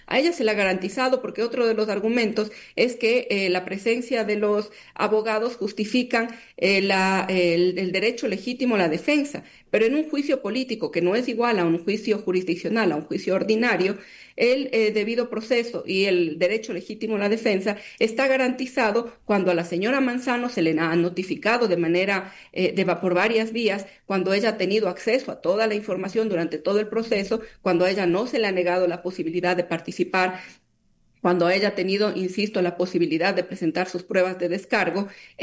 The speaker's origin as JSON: {"language": "Spanish", "country": "Ecuador", "said": "a nosotros como ecuatorianos"}